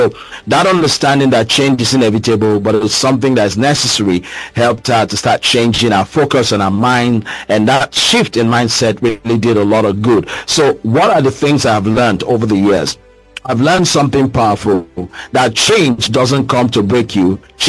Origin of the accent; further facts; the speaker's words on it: Rivers, Nigeria; I'm from River State